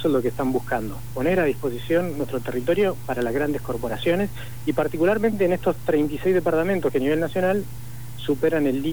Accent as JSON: {"language": "Spanish", "country": "Argentina", "said": "nosotros como argentinos"}